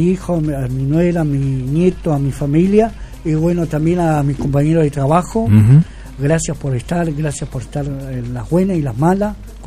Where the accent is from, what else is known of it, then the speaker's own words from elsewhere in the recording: Junín, Argentina; Junín es mi pueblo querido. Y como dije yo, acá voy a morir y acá voy a trabajar por mi pueblo.